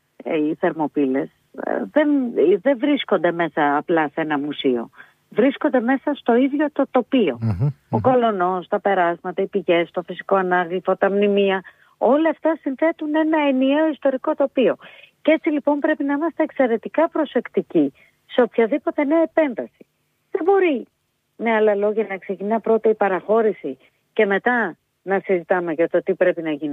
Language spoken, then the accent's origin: Greek; Lamia, Central Greece, Greece; Εγώ που είμαι από τη Λαμία να πω ότι αυτές οι συζητήσεις είναι συζητήσεις δεκαετιών.